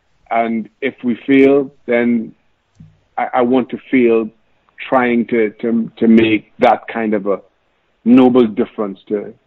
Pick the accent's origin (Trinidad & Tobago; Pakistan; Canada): Trinidad & Tobago; Diego Martin; growing up in Trinidad, grew up in the Northwest, town called Diego Martin